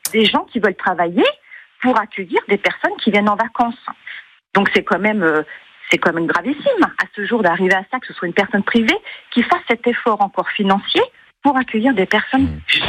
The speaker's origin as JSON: {"language": "French", "country": "France", "said": "Je parle également en tant que Française"}